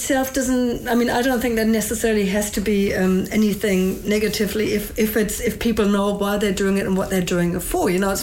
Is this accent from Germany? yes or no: yes; Germany; moved away as an adult; now in New Zealand; I'm from Germany originally. We're quite direct people, yeah. And then I've been, you know, living in New Zealand for the last 23 years.